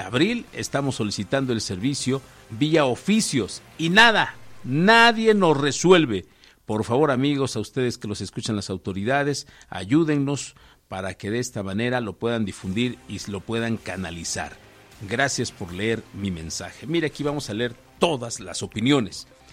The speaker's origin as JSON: {"language": "Spanish", "town": "San Jacinto Amilpas", "region": "Oaxaca", "country": "Mexico", "said": "Nosotros somos la gente de San Jacinto a Milpas, a la zona norte"}